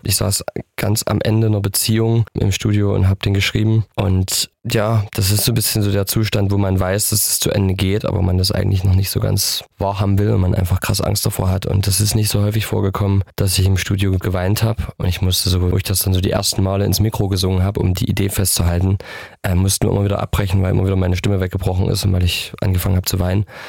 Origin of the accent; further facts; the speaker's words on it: Saxony, Germany; Ich liebe es, ins Erzgebirge nach Hause zu kommen. Ich liebe die Natur. Ich liebe die Menschen. Und das ist natürlich sehr, sehr schön. Und natürlich fühle ich mich als Kind von da.